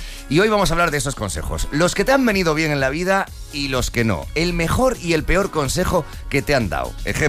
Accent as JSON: {"language": "Spanish", "country": "Spain", "said": "somos nosotros los españoles"}